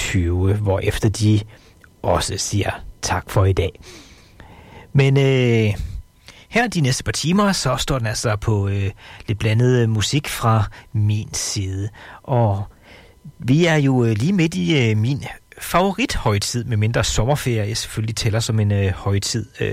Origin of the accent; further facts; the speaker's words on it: Sønderholm, North Denmark Region, Denmark; i Sønderholm, hvor jeg kommer fra